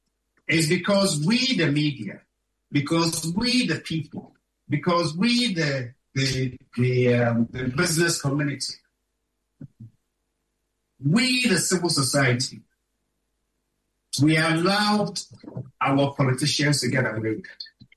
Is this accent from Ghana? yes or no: yes; Ghana; also born or lived in United Kingdom; I'm Ghanaian. I was born in the UK. I have a British passport. I have a Ghanaian passport.